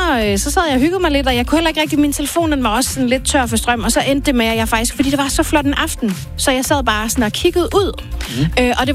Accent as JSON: {"language": "Danish", "area": "Funen", "region": "Region of Southern Denmark", "country": "Denmark", "moved": "yes", "said": "Jeg kommer fra Fyn"}